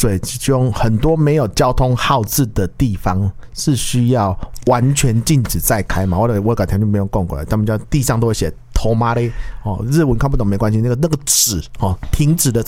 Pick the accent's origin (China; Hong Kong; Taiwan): Taiwan; 而且我们台湾人说实在的